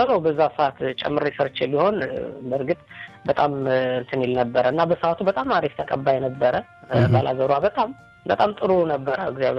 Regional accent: Amhara, Ethiopia; born there; also born or lived in Gondar; በእርግጥ የተወለድኩት ወደ ጎጃም አካባቢ ነው እና እዛም በነበርኩበት ጊዜም ያው ምንም አይነት ልምዱ ባይኖረኝም የሙዚቃ ግን ተፈጥሮ እንደዚህ ሰርግም ሲሆን ምንም ሲሆን ስሞክር ነበረ

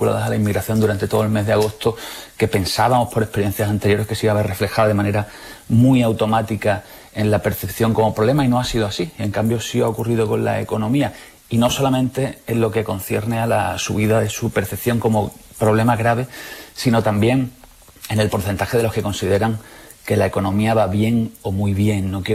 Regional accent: Andalusia, Spain; Bueno, yo soy del Real Madrid, lo cual me convierte

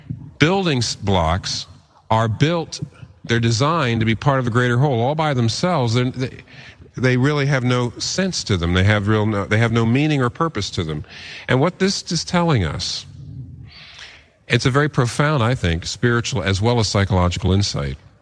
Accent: Pennsylvania, United States; I come from Pennsylvania. Pennsylvania is called the Keystone State.

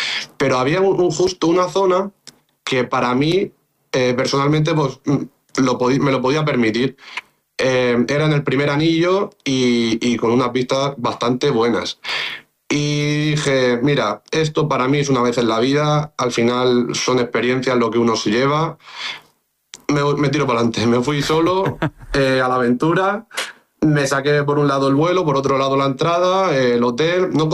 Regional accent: La Murada, Valencian Community, Spain; soy pues el alcalde pedáneo de mi pueblo, de La Murada.

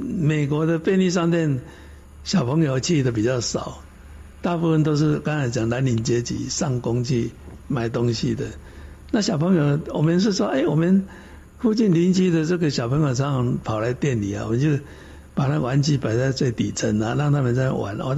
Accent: Taiwan; 我们台湾人喜欢吃茶叶蛋

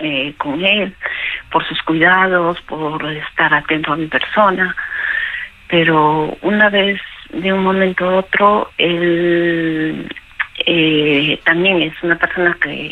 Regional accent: Peru; moved away

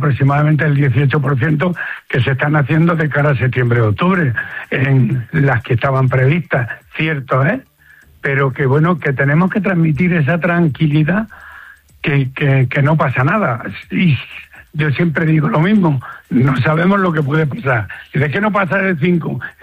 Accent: Granada, Andalusia, Spain; los primeros asustados somos los granadinos

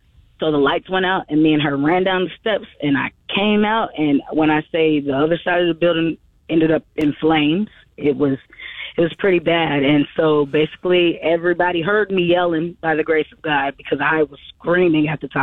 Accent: Johnson City, Tennessee, United States; moved away as an adult; I'm just a young 27-year-old from East Tennessee. I'm from Johnson City, Tennessee. So I came down here on a whim when I was 21

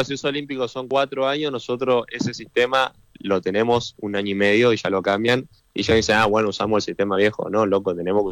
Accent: Argentina; somos, a ver, argentinos, y peleamos con el corazón

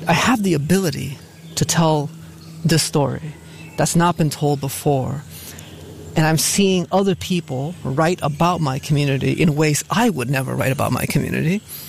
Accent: Hartford, Connecticut, United States; You know, when I was a little boy growing up in Hartford, on Sunday we would go to the Baptist church

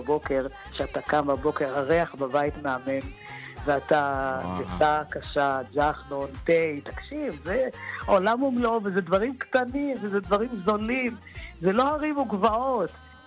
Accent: Netanya, Central District, Israel; now in Gush Dan, Israel; אני נולדתי בשכונת עמידר בנתניה

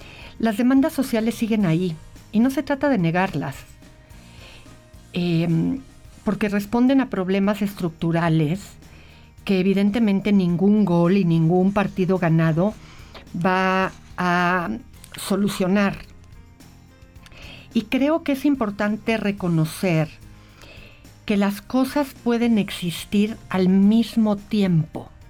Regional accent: Mexico; como mexicanos somos cálidos

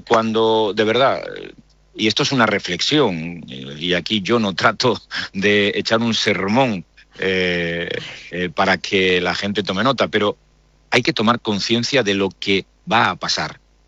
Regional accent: Galicia, Spain; born there; tengo la suerte de estar en mi pueblo, en Galicia

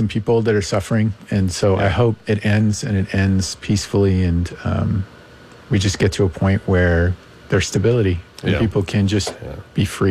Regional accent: California, United States; born there; first language Farsi; English is a second language; moved away as an adult; also born or lived in Iran; now in New Mexico, United States; I grew up in California, did a lot of my training there.

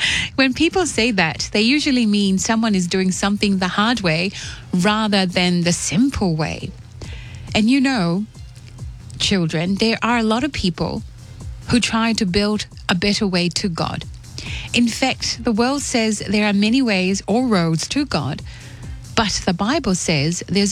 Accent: Tonga; growing up in Tonga and growing up, of course, when I was a child and a teenager, we had them all over the house, little mousetraps.

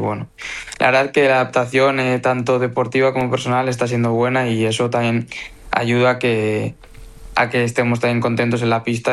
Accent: Pamplona, Navarre, Spain; now in Pontevedra, Spain; No, en Galicia y en Pamplona de donde vengo, pues el clima es un poco más fresquillo, pero bueno.

